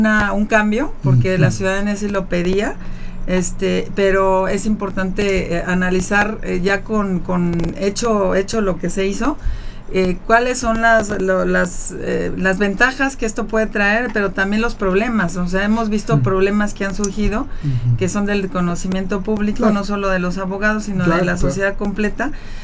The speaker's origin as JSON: {"language": "Spanish", "country": "Mexico", "said": "como mexicana, claro, porque soy mexicana"}